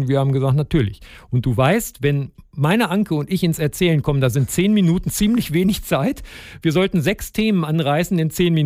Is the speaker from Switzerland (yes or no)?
no; Aerzen, Lower Saxony, Germany; Ich bin schließlich in Erzen zur Schule gegangen und in Königsförde groß geworden.